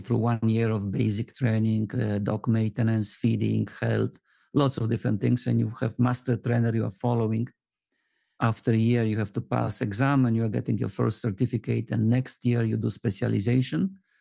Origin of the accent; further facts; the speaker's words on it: Poland; English is a second language; Yeah. I'm originally from Poland.